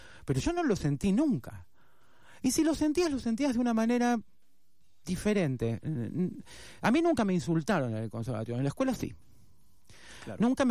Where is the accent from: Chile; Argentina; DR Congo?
Argentina; Béccar, Buenos Aires Province; moved away as an adult; En Buenos Aires, en Palermo, pero viví toda la vida en Bécar, San Isidro.